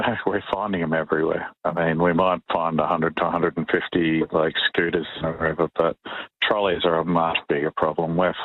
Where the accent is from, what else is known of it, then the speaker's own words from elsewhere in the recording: Queensland, Australia; I'm a skipper from the Whitsundays and I kept finding dead turtles.